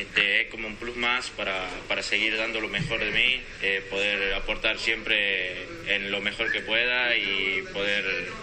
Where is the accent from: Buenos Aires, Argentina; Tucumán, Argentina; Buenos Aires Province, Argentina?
Tucumán, Argentina; como todo tucumano, como todo niño